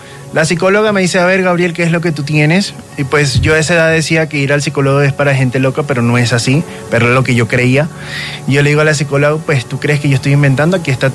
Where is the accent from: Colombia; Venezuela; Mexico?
Venezuela; now in Madrid, Spain; Yo soy venezolano, pero me encuentro viviendo en España, Madrid.